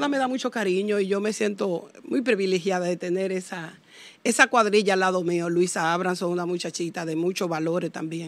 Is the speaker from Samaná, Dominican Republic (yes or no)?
yes; Sánchez, Samaná, Dominican Republic; vengo de pueblo, de provincia, nací en Sánchez, una gran bendición, allá Cibao, adentro.